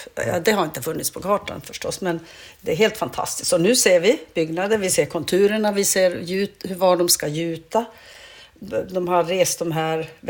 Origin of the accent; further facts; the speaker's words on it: Hedenäset, Norrbotten County, Sweden; moved away; Och jag har ju vuxit upp här, född och uppvuxen i Hedenäset och... Ja, så att jag är tornedaling, verkligen.